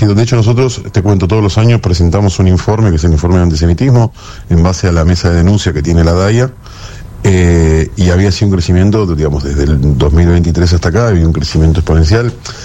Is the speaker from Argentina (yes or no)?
yes; Argentina